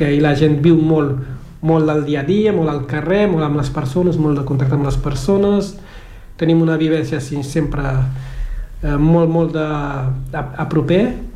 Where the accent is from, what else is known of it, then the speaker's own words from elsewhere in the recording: Mindelo, São Vicente, Cape Verde; moved away as an adult; now in Catalonia, Spain; jo sóc de San Vicente, la ciutat és Mindelo, seria més o menys com Barcelona, la segona ciutat.